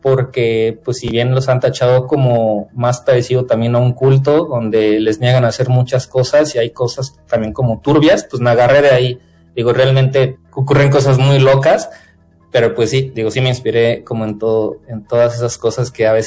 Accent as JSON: {"language": "Spanish", "region": "San Luis Potosí", "country": "Mexico", "said": "soy de San Luis Potosí, orgullosamente"}